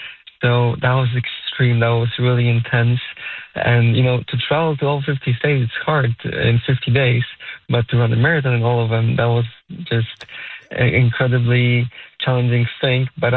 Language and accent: English; Poland; English is a second language; especially as we are foreigners from Poland, me and my team, and yet everybody was just nice to us.